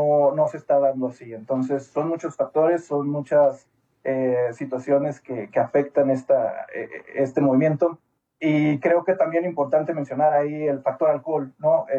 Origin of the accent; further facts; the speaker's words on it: Mexico; creo que como mexicanos nos caracterizamos por expresar estas emociones de maneras creativas.